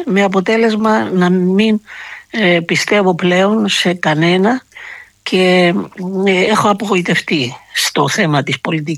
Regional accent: Greece

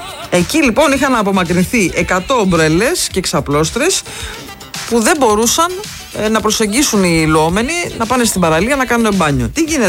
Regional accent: Parga, Epirus, Greece; born there; Εγώ γεννήθηκα στην Πάργα. Δεκαετία του 70 λοιπόν.

